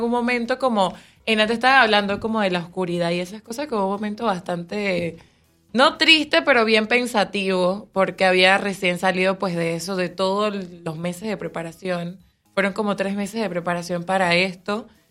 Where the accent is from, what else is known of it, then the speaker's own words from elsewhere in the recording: Panama; born there; Yo nací aquí en Panamá.